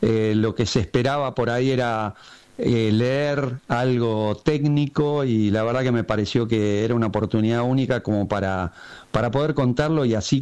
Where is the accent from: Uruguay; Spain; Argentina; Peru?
Argentina; quedé seleccionado representando a la empresa y como productor argentino